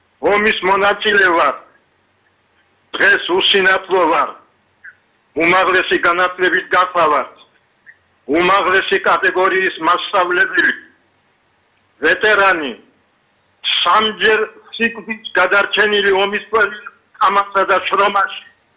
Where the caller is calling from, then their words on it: Abkhazia, Georgia; მე ერთი ვინმე გირეკავთ, აფხაზეთის წარმომადგენელი, მდინარე კოდორის მარცხენა სანაპიროდან.